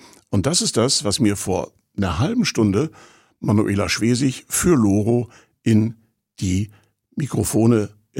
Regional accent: Rostock, Mecklenburg-Vorpommern, Germany; born or raised there

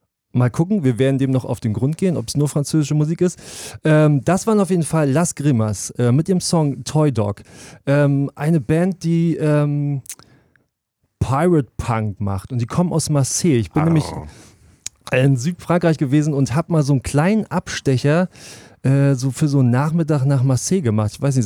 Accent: Northern Germany, Germany; als Kartoffel, als Norddeutscher

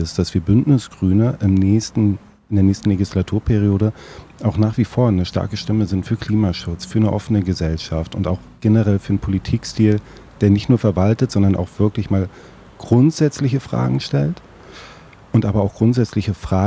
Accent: Ludwigslust, Mecklenburg-Vorpommern, Germany; now in Rostock, Germany; Rostock ist meine Heimatstadt geworden, aber geboren und aufgewachsen bin ich in Ludwigslust.

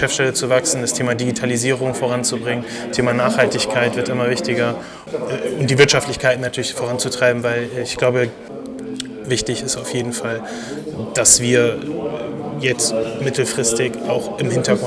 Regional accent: Hamburg, Germany; now in Rostock, Germany; Ich bin Hamburger Jung

